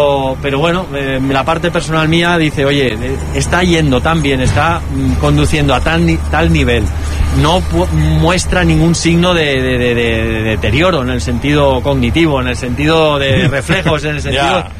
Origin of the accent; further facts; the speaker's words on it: Barcelona, Catalonia, Spain; accent: Catalan; Yo soy de Barcelona, pero tengo y tengo poco acento catalán.